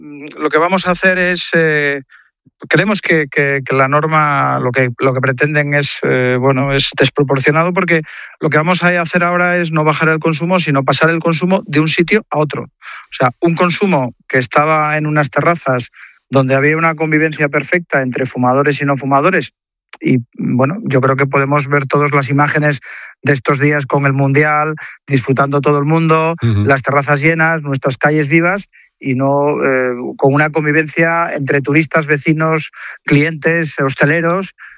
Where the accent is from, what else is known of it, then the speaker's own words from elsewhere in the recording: Asturias, Spain; Piensen, yo soy de Asturias, piensen en Asturias, con la climatología que tenemos